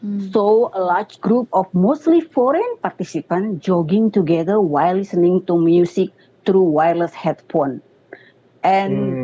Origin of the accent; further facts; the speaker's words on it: Indonesia; I'm from Indonesia